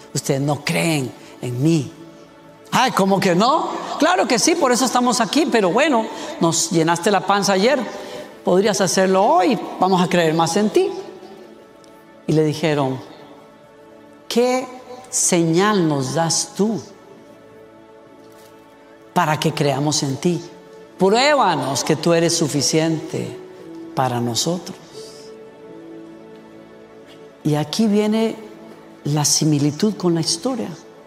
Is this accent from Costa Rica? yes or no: yes; Costa Rica; decimos en Costa Rica.